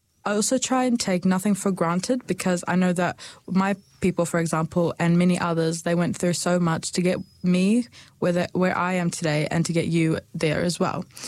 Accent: Dunedin, Otago, New Zealand; also born or lived in Palestine; And I was born and raised in Dunedin, although we have lived here and there in Palestine and Dunedin at different stages of my life.

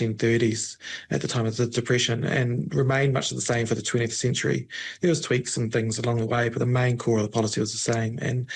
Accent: New Zealand; we're paying in revenue as a Kiwi, as an individual.

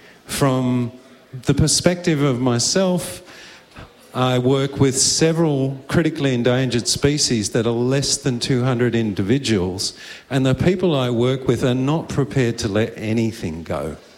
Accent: Australia; now in New Zealand; as an Australian

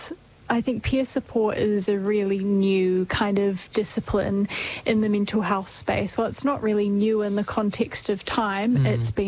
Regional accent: Dunedin, Otago, New Zealand; I am 24 and grew up in Dunedin, born and raised down the peninsula by the water. Went to school in Dunedin

